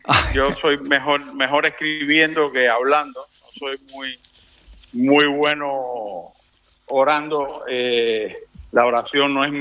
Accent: Cuba; moved away as an adult; also born or lived in Panama; yo nací en Cuba, toda mi infancia y parte de mi juventud viví en Cuba, y ya a finales de los 20, sobre los 29 años

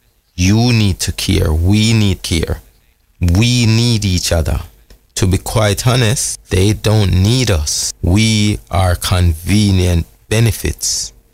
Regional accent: Jamaica; I am from Jamaica. We grew up looking at people of African descent in positions of leadership.

